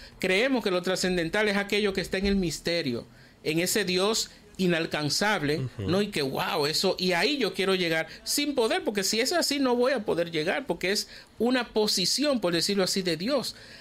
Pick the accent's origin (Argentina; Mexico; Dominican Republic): Dominican Republic; Boca Chica, Santo Domingo; moved away; allá en Boca Chica, mi pueblo hermoso.